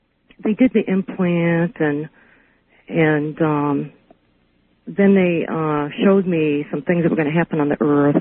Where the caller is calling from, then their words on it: New York, United States; Hi, I'm calling from New York.